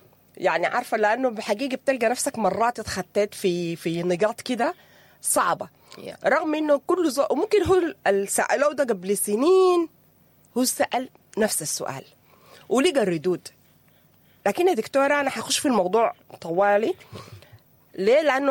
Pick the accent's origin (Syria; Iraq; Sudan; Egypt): Sudan; احنا كسودانيين محتاجين له